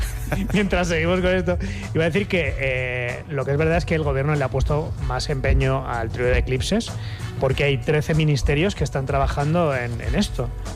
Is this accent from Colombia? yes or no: no; Spain; Pues no, pero yo lo claro, diría no como la humanidad, como español.